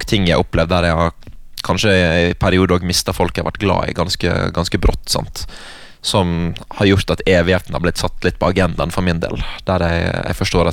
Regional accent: Western Norway, Norway; for jeg er vestlending, jeg vil ha 15 grader og litt regn

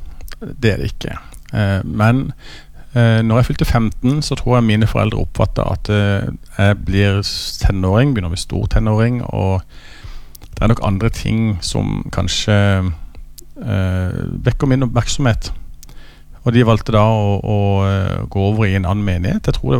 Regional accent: Rismyr, Nordland, Norway; also born or lived in Drammen; Neida, vi bodde der i 10 måneder, og så flyttet vi til Rismyr, da. Ligger på Nordland.

